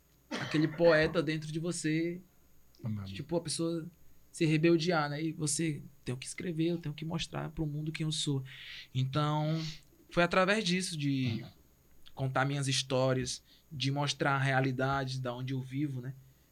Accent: Brazil; na Selva de Pedra, que foi onde eu nasci, onde eu cresci.

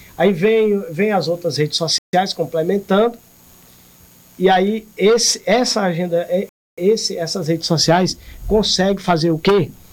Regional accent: Morada Nova, Ceará, Brazil; now in Fortaleza, Brazil; Eu sou de lá do sertão, né? Eu sou de Morada Nova e a cultura do vaqueiro e a cultura daquela... pessoal do interior

